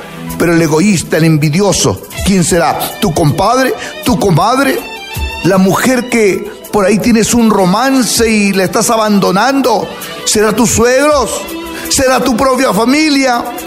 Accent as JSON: {"language": "Spanish", "town": "Huancabamba", "region": "Piura", "country": "Peru", "also_born_or_lived": "Murcia, Spain / Madrid, Spain / New York, United States / Miami, United States", "moved": "yes", "said": "Sí, has escuchado hablar de mi tierra, pero no conoces personalmente a … a mi hijo Randú de la India. Amigos míos, he vivido muchos años en Europa"}